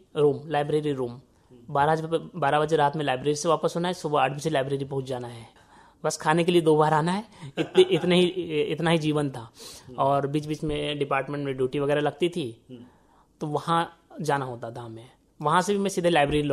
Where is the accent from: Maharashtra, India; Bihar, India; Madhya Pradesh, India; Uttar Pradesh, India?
Madhya Pradesh, India; Lanji; moved away; मैं लांजी से हूँ, मैं बालाघाट से हूँ